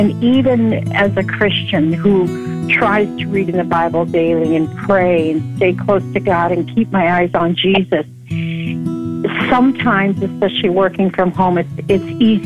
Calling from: Minnesota, United States; I'm calling from Minnesota.

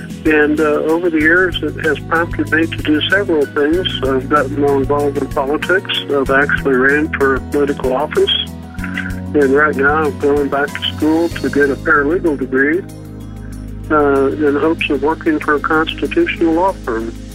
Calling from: Kansas, United States; I'm from Kansas

